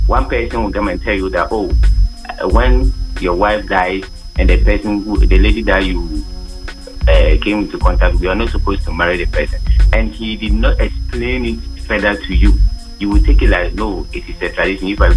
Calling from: Upper West, Ghana; I'm calling you from Lamuse in the Upper West Ridge.

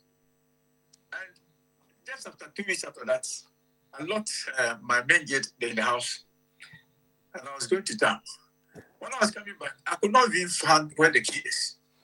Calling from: Kumasi, Ashanti, Ghana; I'm calling from Kumasi.

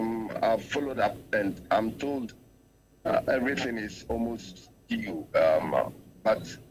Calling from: Kumasi, Ashanti, Ghana; calling from Kumasi.

